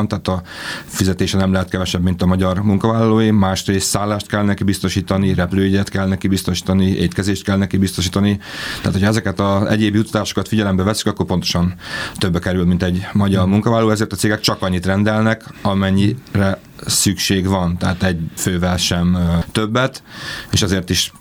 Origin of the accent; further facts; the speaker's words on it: Békés, Hungary; Én Békés megyei vagyok